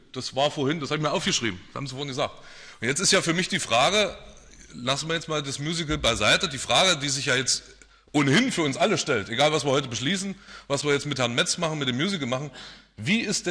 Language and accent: German; Thalheim, Saxony, Germany; Und ich gebe zu, ich komme aus Thalheim und bin 1987 geboren, ich habe keinen persönlichen Bezug zum Kulturpalast